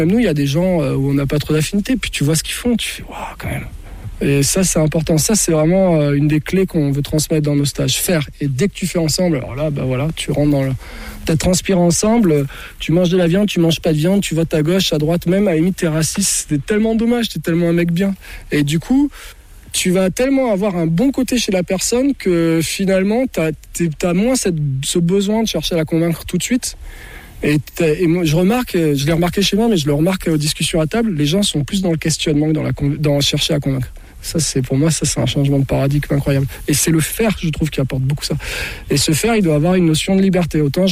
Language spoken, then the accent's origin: French; the Alps, France; Nous, on vient des Alpes, on a 20 ans d'expérience en nature.